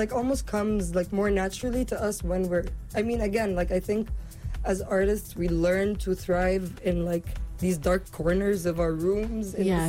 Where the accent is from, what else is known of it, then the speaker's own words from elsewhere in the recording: Cairo, Cairo Governorate, Egypt; moved away as an adult; also born or lived in New York; now in Dahab, Egypt; before Dahab, I was living in New York, and I mean, I come from Cairo, but I was studying in New York